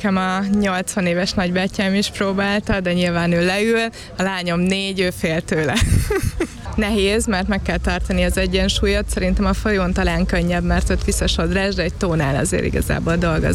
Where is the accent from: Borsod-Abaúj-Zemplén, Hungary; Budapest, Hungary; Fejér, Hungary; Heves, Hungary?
Budapest, Hungary; Én itt nőttem föl, tényleg minden épületet ismerek, amit itt látunk